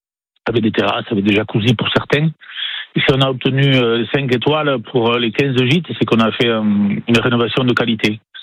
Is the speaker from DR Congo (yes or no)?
no; Occitanie, France; quand on est né dans l'Hérault et quand on habite dans l'Hérault